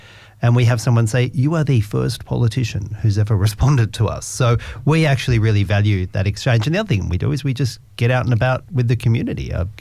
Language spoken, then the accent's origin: English; Sydney, New South Wales, Australia; because I grew up in Hornsby Shire, the Bushland Shire. I went to school in Carlingford.